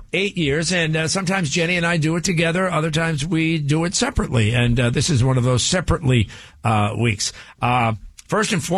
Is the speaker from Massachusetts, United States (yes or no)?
yes; Cambridge, Massachusetts, United States; I was raised in East Cambridge, which when I was born was an Italian neighborhood